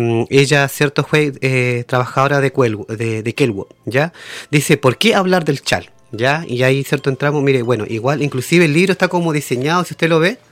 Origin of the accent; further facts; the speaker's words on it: Chile; Yo nunca me he olvidado que soy chileno, primero que nada, que gracias a este gran país he salido adelante, mi familia, todos ya, pero nunca olvidando, ¿verdad?, mi propia raíz y mi identidad, mi pueblo originario